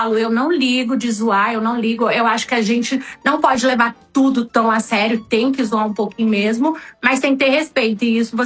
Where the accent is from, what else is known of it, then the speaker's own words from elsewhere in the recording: Brasília, Federal District, Brazil; born there; now in Balneário Camboriú, Brazil; Não, eu nasci em Brasília, tá? Fui morar em Santa Catarina, Balneário Camboriú, tem 14 anos que moro lá